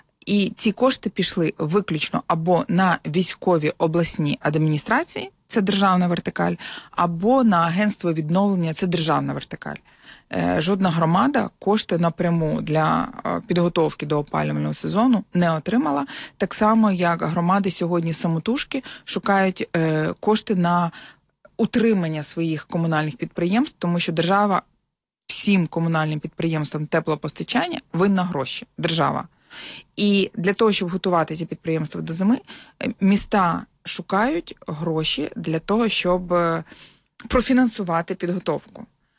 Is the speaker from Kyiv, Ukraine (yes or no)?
yes; Kyiv, Ukraine; ми з вами, як кияни